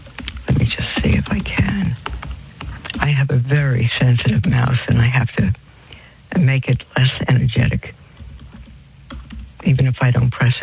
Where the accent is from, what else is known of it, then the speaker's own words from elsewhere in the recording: New York, United States; I'm from New York and brick and concrete, and living on a growing farm. It's really, really wonderful.